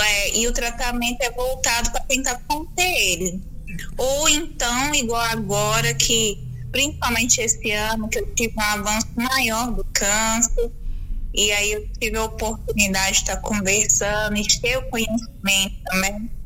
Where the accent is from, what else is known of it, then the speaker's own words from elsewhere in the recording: Divinópolis, Minas Gerais, Brazil; eu sou aqui de Divinópolis, eu estou com 39 anos